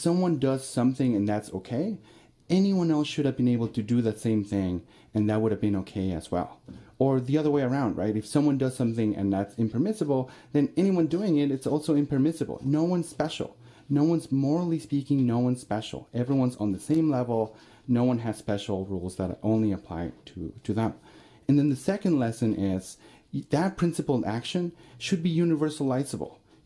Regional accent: Mexico City, Mexico; moved away as an adult; now in United States; I'm originally from Mexico City. I lived there for the first 19 years of my life, then decided I wanted to come to the U.S. to study college, to do college

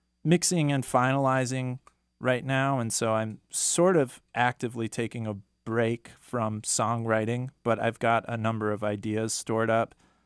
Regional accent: Minneapolis, Minnesota, United States; now in Sacramento, United States; And I'm from Minneapolis.

